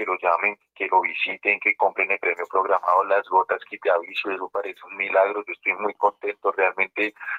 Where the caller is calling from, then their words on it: Ibagué, Tolima, Colombia; yo lo llamo de aquí, Ibagué, Tolima.